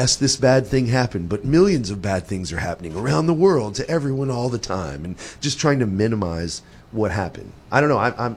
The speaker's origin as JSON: {"language": "English", "town": "Houston", "region": "Texas", "country": "United States", "tie": "born there", "said": "I was growing up in Houston at the time, or actually was going to the University of Houston at the time. So it's like, I was in a big city"}